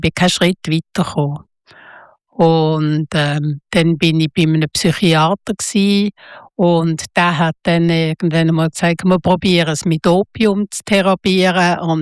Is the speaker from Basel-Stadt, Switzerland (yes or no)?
yes; Basel, Basel-Stadt, Switzerland; ich bin in Basel aufgewachsen, oder?